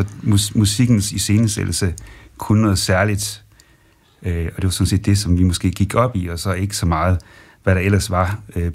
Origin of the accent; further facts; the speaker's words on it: Jutland, Denmark; dels så er vi alle sammen fra det mørke Jylland i forhold til egne, hvor man havde en tradition i forhold til at spille folkmusik, i hvert fald min bedste far gjorde det, og jeg ligesom voksede op over i forsamlingshuset